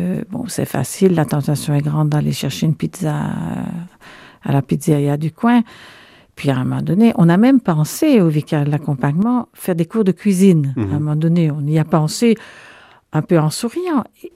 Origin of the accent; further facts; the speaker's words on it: Liège, Wallonia, Belgium; on a une façon de vivre en Belgique, et pourtant à Liège, on est très chaleureux, mais où quand même chacun reste un peu chez soi